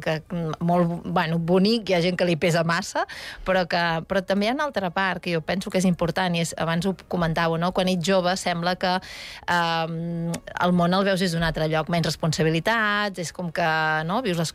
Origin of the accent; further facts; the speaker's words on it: Girona, Catalonia, Spain; jo, a veure, a més soc de Girona